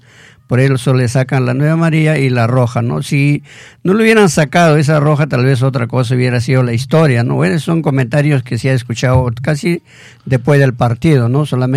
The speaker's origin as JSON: {"language": "Spanish", "town": "Mangas", "region": "Ancash", "country": "Peru", "tie": "born there", "moved": "yes", "lives_now": "Lima, Peru", "said": "mi pueblo de Mangas, acá en Lima"}